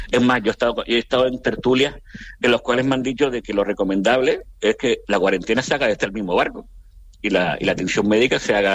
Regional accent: Canary Islands, Spain; now in Cape Verde; Yo como canario me sentí

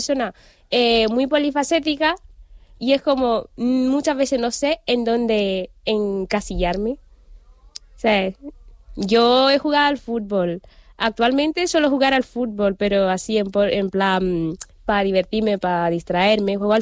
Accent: Malabo, Bioko Norte, Equatorial Guinea; now in Spain; Sí, nací en Malabo, 1997.

